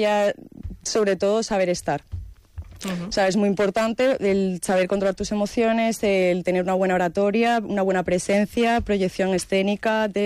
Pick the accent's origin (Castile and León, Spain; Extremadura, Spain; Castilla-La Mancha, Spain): Extremadura, Spain; Don Benito; Yo soy de Don Benito, pero Medellín, Don Benito está al lado prácticamente.